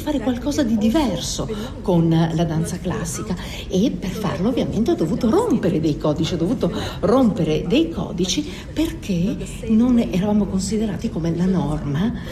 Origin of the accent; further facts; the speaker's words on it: South Africa; nel frattempo in Sudafrica, nel mio paese, ci siamo trovati con dei leader che in realtà non hanno idea di dove stanno andando